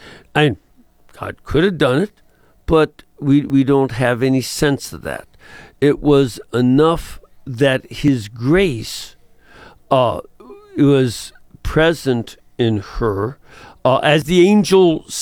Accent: Chicago, Illinois, United States; an image that Archbishop Sheen used to use that fit me as a Chicagoan very nicely.

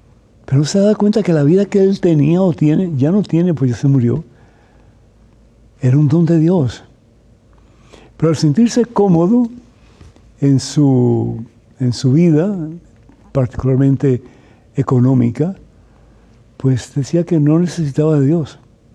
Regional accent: Cuba; moved away

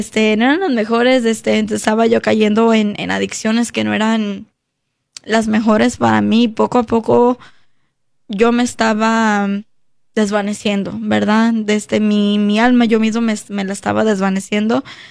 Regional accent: United States; de una presencia con personas que yo crecí aquí en Estados Unidos, en la iglesia, porque ella y yo crecimos como en la escuela

